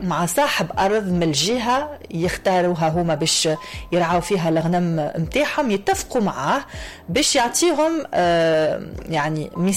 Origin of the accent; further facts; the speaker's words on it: Tunisia; accent: Tunisian; لهجتنا التونسية